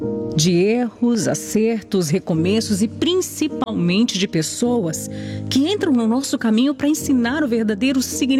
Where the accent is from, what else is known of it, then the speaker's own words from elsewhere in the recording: Brasília, Federal District, Brazil; born there; Eu nasci em Brasília e depois que os meus pais se separaram, eu fiquei bem rebelde.